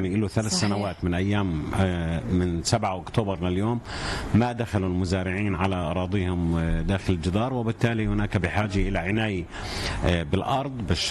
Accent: Palestine

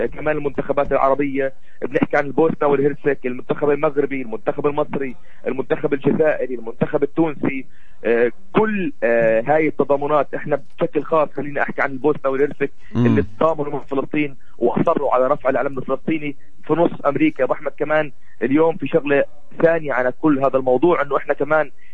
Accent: Palestine; وأنا كإعلامي رياضي فلسطيني

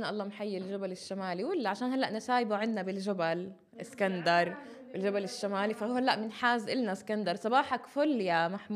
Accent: Nablus, West Bank, Palestine; احنا عندنا منتزة العائلات يعني حتى غير انه تراث فهو المكان كتير كتير حلو عندنا بنابلس.

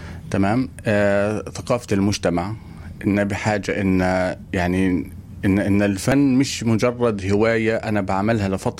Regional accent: Palestine; كنت انا كفنان فلسطيني

